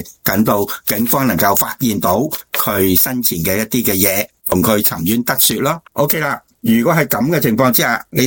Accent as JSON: {"language": "Cantonese", "country": "China", "said": "所以我哋中国人有讲18年后一条好汉啊嘛"}